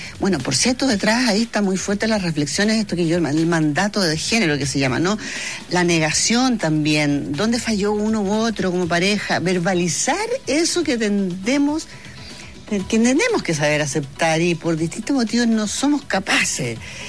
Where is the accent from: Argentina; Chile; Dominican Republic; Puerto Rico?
Chile; uno, como chileno, no conoce la historia